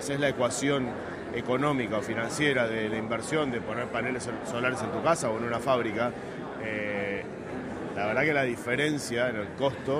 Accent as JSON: {"language": "Spanish", "region": "Buenos Aires", "country": "Argentina"}